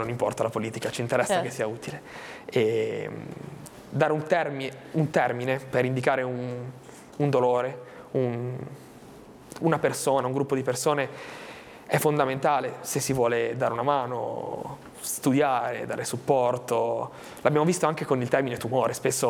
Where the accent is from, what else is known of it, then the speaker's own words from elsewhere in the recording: Albenga, Liguria, Italy; noi siamo di Albenga